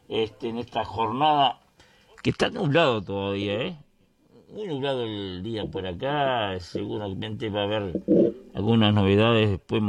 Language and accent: Spanish; Vergara, Buenos Aires, Argentina; Un saludo para toda la gente de mi pueblo, para la gente de Vergara.